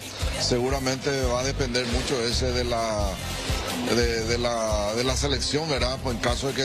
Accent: Paraguay; de este momento que estamos pasando como paraguayos

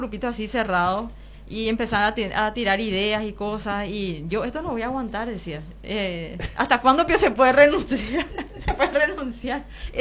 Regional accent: Coronel Oviedo, Caaguazú, Paraguay; somos de Coronel Oviedo, la ciudad es chica

